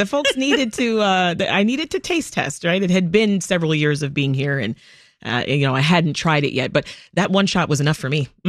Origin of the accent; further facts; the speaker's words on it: Canada; now in Chicago, United States; Put me on record as a Canadian here.